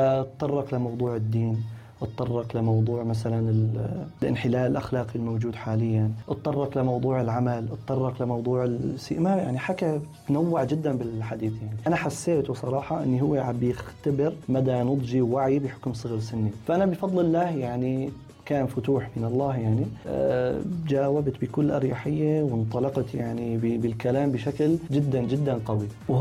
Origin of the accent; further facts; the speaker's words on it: Syria; بسبب أنه نحن كمجتمع سوري، كمجتمع عربي بشكل عام، كمجتمع سوري بشكل خاص، عندنا ترابط اجتماعي وثيق.